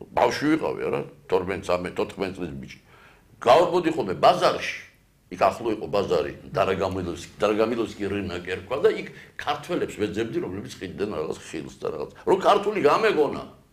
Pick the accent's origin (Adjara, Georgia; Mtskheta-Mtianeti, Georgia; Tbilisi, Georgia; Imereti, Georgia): Tbilisi, Georgia; born there; also born or lived in Moscow / London; თბილისი ქალაქია, რომელშიც დავიბადე ჯერისით, რომელშიც ცხოვრობ პრაქტიკულად თითქმის მთელი ცხოვრება, თითქმის ვამბობი, იმიტომ რომ იყო პერიოდები, როცა ვიცხოვრე სხვა ქალაქებში